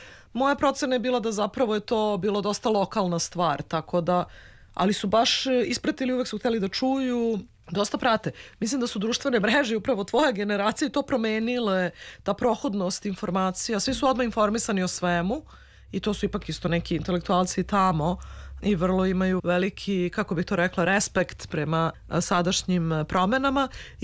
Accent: Belgrade, Serbia; Pre je bilo kada u Amsterdamu kažem da dolazim iz Beograda da ljudi odskoče.

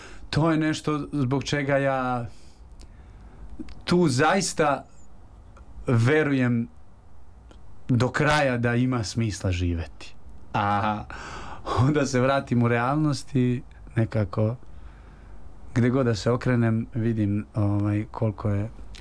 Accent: Užice, Zlatibor District, Serbia; tako je, odakle sam ja, kojega je nažalost trenutne strukture koje su odlučivale o tome, vladajuće, su ga izbacile iz enciklopedije znamenitih Užičana

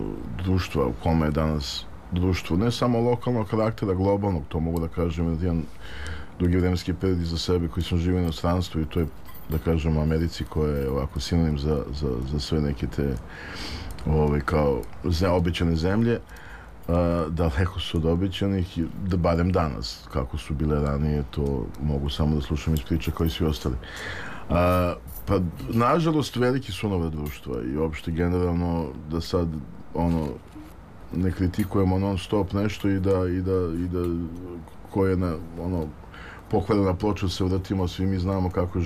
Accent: Serbia; born there; mi smo rođeni u Srbiji

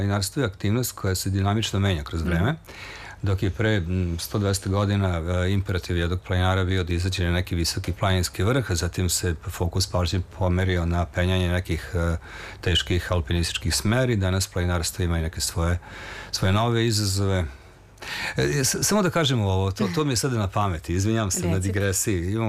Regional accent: Novi Sad, Vojvodina, Serbia; Za mene je važna Fruška Gora, evo, ja sam iz Novog Sada

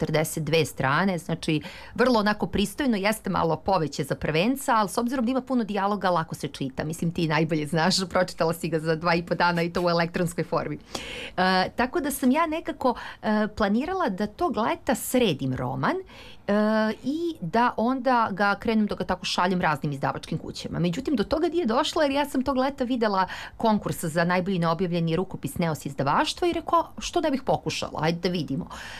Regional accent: Belgrade, Serbia; Pa Beograd jeste moj rodni grad i nekako mi je bilo nekako potpuno logično da smestim priču u Beogradu

